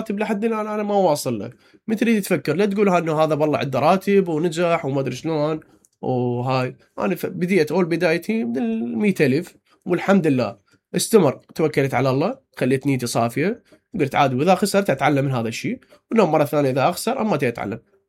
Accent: Iraq; انا عراقي

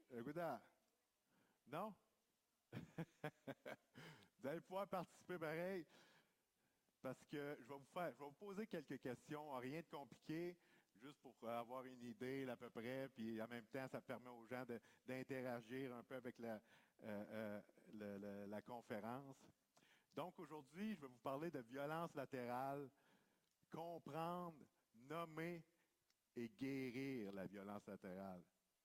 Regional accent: Quebec, Canada; also born or lived in Obedjiwan, Quebec; Je suis originaire du Nidaskinan. Je suis enregistré également dans une communauté qui s'appelle Obidjouan, ma communauté d'origine. La plupart de ma famille vient de là.

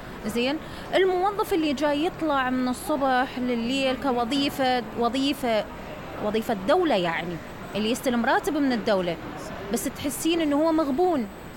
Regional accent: Iraq; إحنا كمواطنين عراقيين، هسه ما أقول بصري

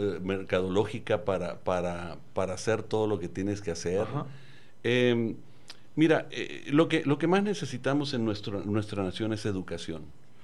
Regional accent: Mexico; born there; nazco como mexicano

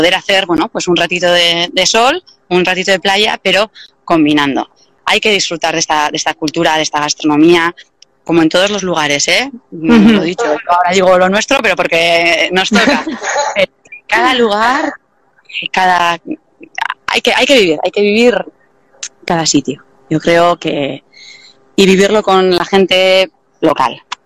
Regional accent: Deba, Basque Country, Spain; born there; yo nací en Deva y casi todo el tiempo estoy en Zumaya.

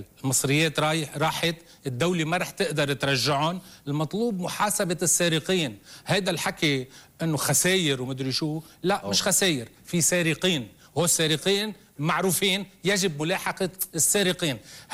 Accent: Lebanon; نحن عندنا بلبنان

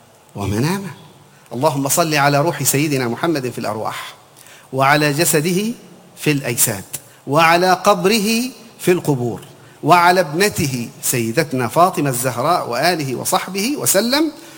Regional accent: Hadhramaut, Yemen; هنا عندنا في حضرموت يسموه اللخم.

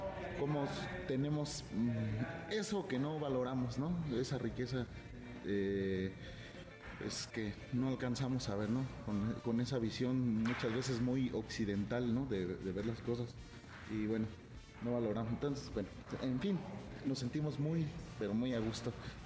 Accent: Mexico

